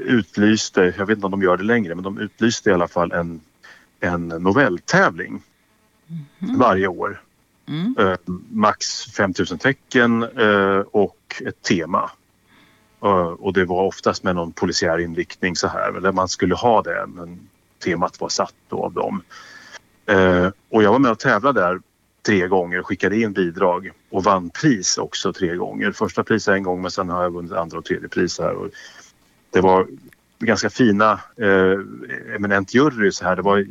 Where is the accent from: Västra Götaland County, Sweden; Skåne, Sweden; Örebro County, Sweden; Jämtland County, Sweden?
Örebro County, Sweden; Örebro; born there; Och jag då som född örebroare och som älskar stan och kan stan väldigt bra, det är ju väldigt enkelt.